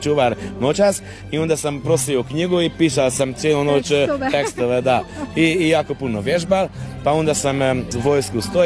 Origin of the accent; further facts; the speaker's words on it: Serbia; moved away; Ja sam otišao iz Srbeja već 16 godina i već ne, ne toliko.